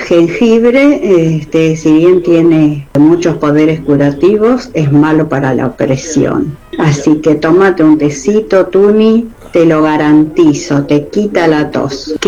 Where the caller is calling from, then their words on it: González Catán, Buenos Aires Province, Argentina; de González Catán.